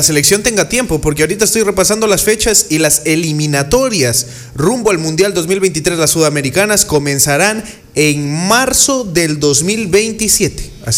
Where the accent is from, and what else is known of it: Ecuador